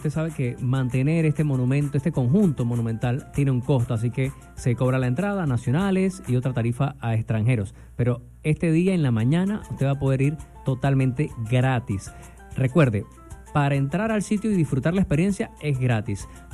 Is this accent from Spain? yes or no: no; Panama; Esa es nuestra historia, lo que nos une como panameños.